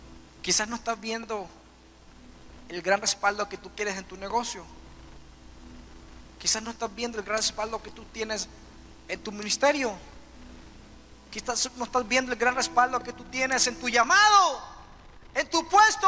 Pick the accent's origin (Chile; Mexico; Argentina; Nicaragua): Nicaragua; moved away; fue la canción que más me dio a conocer allá en mi país.